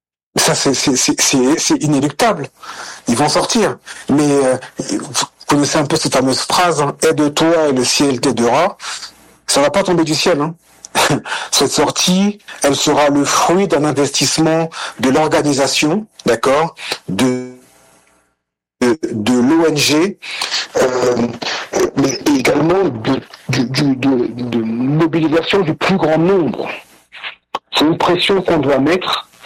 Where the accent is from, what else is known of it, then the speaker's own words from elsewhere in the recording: Cameroon; Haïti, moi dans ma culture, moi je suis camerounais, hein, mais dans ma culture, dans mes références d'engagement politique, Haïti tient une place particulière.